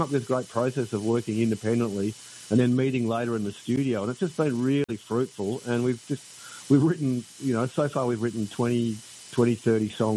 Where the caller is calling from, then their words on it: Melbourne, Victoria, Australia; I'm in Melbourne, Australia, which is on the southeast coast. It's down the bottom, just across from Tasmania.